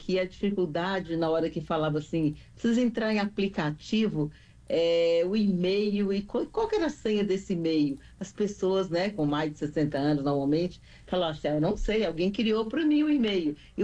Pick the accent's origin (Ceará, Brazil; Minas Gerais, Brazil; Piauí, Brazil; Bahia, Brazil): Minas Gerais, Brazil; Montes Claros; born there; now in Belo Horizonte, Brazil